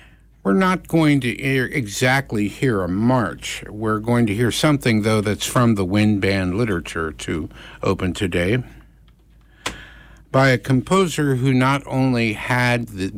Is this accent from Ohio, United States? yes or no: yes; Cincinnati, Ohio, United States; there actually is now a radio station called WKRP located in my hometown of Cincinnati. When I was growing up in the morning, we listened to WKRC